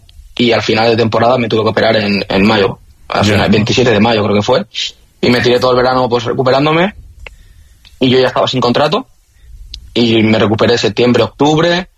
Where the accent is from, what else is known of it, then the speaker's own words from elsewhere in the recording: Valencia, Valencian Community, Spain; Bueno, soy de mucha gente te piensa que soy de Cullera, pero soy de Valencia. Me he veraneado toda la vida en Cullera.